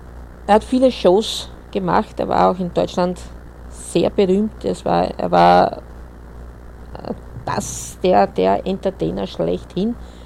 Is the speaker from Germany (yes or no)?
no; Vienna, Austria; Als Wiener Mädel ist es natürlich selbstverständlich, dass ich diesem Geburtstag Rechnung trage.